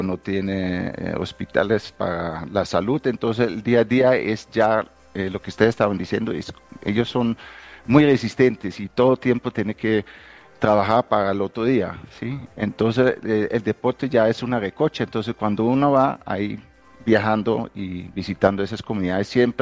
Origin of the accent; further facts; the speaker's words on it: Netherlands; Spanish is a second language; now in Colombia; Yo llevo 22 años en Colombia, originalmente soy de Holanda.